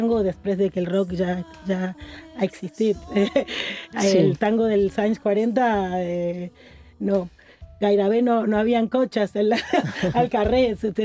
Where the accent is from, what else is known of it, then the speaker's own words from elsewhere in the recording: Mendoza, Argentina; moved away; Ezequiel i jo ni tan sols som de Buenos Aires, som de Mendoza.